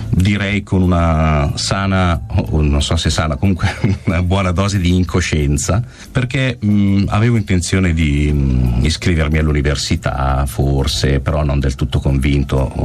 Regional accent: Abbadia Lariana, Lombardy, Italy; La mia vita è sempre nel piccolo paese sul lago nel quale sono nato, a Badia Lariana.

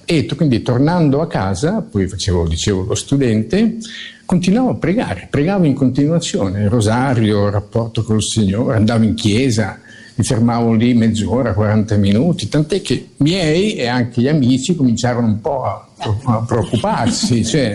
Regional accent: Bologna, Emilia-Romagna, Italy; io sono bolognese

